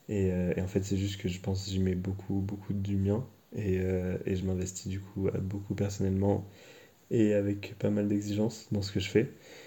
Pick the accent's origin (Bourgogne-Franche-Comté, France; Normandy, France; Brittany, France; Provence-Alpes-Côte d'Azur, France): Provence-Alpes-Côte d'Azur, France; Marseille; born there; moved away as an adult; now in Paris, France; Donc, je suis né à Marseille. J'ai pas tout le temps grandi à Marseille. J'y suis retourné au collège et au lycée. J'habitais chez mes deux grands-mères jusqu'à mes 10-12 ans, en gros.